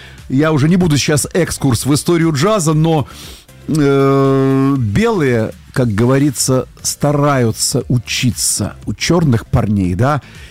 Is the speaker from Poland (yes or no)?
no; Belarus; вот мы, белорусы